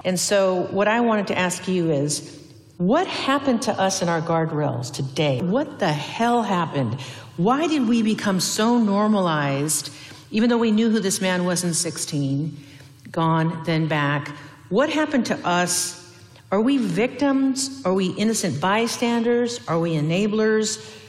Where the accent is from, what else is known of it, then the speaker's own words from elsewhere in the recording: Washington, United States; a role member of the Blackfeet Nation, born and raised on the Puyallupas, my stepdad's Yakima.